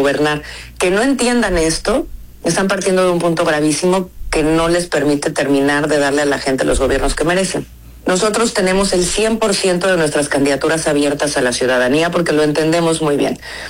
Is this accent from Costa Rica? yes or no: no; Mexico; Nosotros somos la cuna del pacto social más importante que nos une como mexicanos, que es la Constitución.